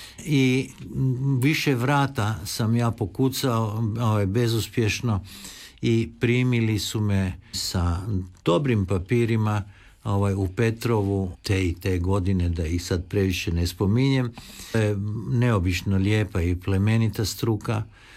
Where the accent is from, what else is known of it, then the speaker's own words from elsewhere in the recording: Varaždin, Varaždin County, Croatia; born there; Rođen u Varaždinu, a zapravo i po majci i po ocu iz Like.